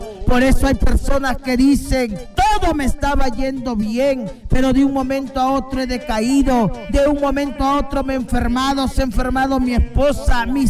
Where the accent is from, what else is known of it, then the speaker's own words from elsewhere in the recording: Chiclayo, Lambayeque, Peru; now in Arequipa, Peru; la ciudad de Chiclayo, mi tierra bendita, tierra norteña, tierra cálida.